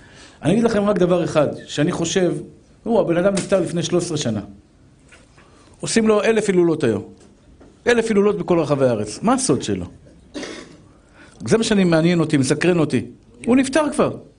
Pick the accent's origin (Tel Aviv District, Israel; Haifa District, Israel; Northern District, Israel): Tel Aviv District, Israel; Tel Aviv; born there; also born or lived in Bnei Brak